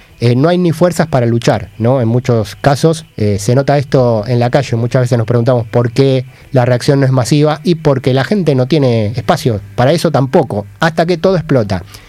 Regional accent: Argentina; somos Argentina

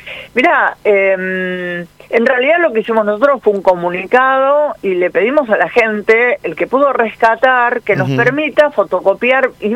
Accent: Quilmes, Buenos Aires Province, Argentina

